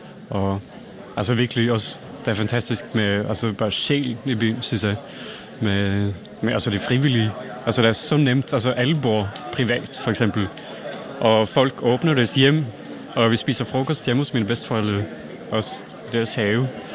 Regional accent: Norway; Og det er jo også fordi, jeg er kommet selv fra Norge.

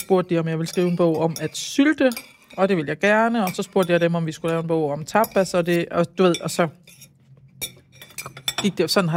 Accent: Højbjerg, Central Denmark Region, Denmark; Og hun har sikkert også gjort det derhjemme i Højbjerg, hvor vi har boet

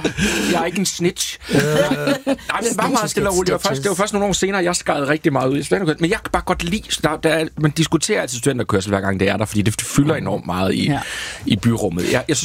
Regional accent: Toftlund, Region of Southern Denmark, Denmark; I Toftlund i Sønderjylland.

